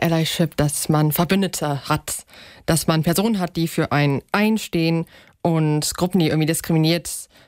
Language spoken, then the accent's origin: German; Lüchow-Dannenberg, Lower Saxony, Germany; Ich habe bei mir in meiner Heimat in Lichow-Dannenberg schon seit 4 Jahren queere Gottesdienste gemacht